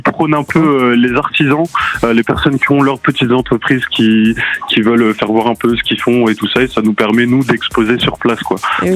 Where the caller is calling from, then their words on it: Crozet, Auvergne-Rhône-Alpes, France; je suis de l'Ain, dans le 01.